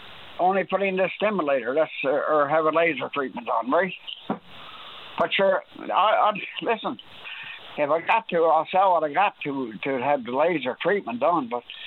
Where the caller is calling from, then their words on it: Newfoundland and Labrador, Canada; here in Newfoundland